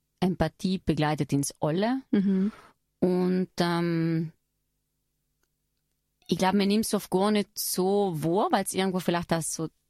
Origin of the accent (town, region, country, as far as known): Trentino-Alto Adige, Italy